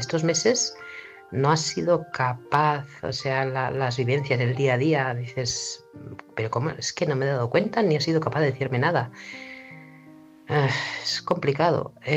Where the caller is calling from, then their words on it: Barcelona, Catalonia, Spain; de Barcelona.